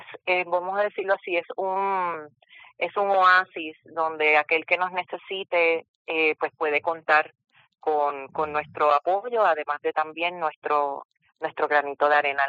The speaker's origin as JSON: {"language": "Spanish", "country": "Puerto Rico", "said": "nosotros aquí en nuestro país tenemos tan de cerca la necesidad"}